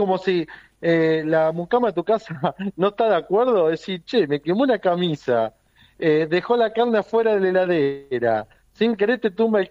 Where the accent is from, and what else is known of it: Irigoyen, Argentina